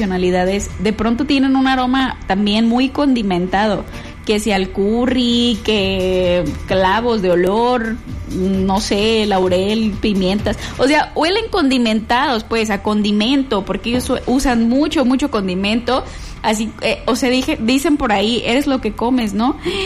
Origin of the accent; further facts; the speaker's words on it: Mexico; ¿de qué aroma somos los mexicanos?